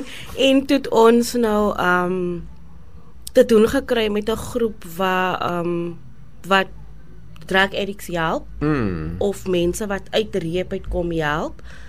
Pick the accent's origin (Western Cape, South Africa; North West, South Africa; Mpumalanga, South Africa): Western Cape, South Africa; George; moved away